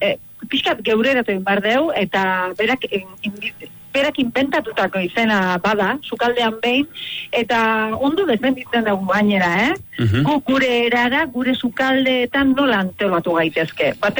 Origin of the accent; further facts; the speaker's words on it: Itsasondo, Basque Country, Spain; Ni itxasondokoa.